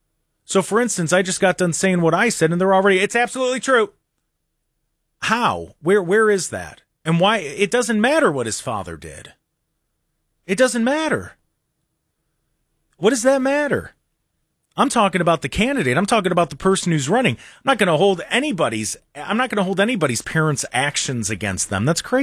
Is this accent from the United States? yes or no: yes; United States; as an American, I believe in freedom of religion.